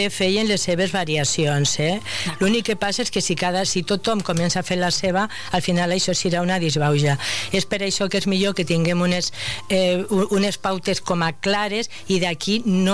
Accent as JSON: {"language": "Catalan", "region": "Castile", "country": "Spain", "said": "jo sóc castellana i adoro el castellà"}